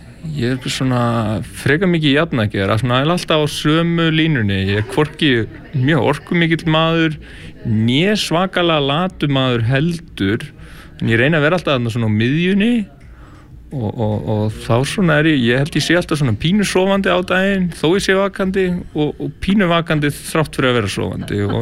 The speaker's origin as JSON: {"language": "Icelandic", "town": "Ytri-Bakki", "region": "Northeastern Region", "country": "Iceland", "said": "Já, ég er frá Ytribakka við Hjaltbyrði, raunar í jörð sem liggur alveg að Hjaltbyrðinni."}